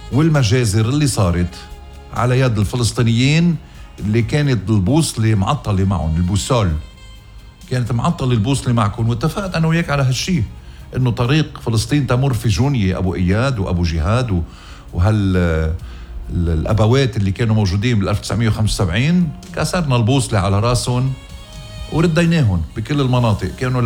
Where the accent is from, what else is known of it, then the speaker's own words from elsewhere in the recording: Hadath, Mount Lebanon, Lebanon; لما كنت عم دافع عن لبنان وعن ضيعتي اللي خلقت فيها الحدد. أنا موليد الحدد ومسقط رأسي غزير، وكنا ننزل من بيتي بحارة الروم